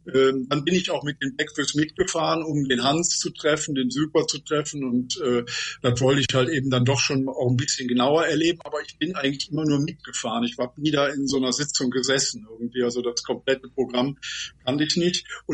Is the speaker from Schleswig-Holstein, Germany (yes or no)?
no; Cologne, North Rhine-Westphalia, Germany